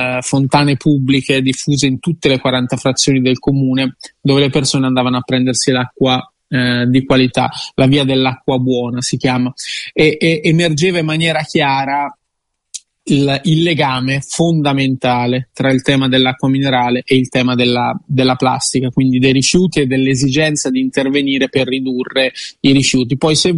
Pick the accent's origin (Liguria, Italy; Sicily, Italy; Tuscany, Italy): Tuscany, Italy; Capannori; io vengo da Capannori, che è un comune in provincia di Lucca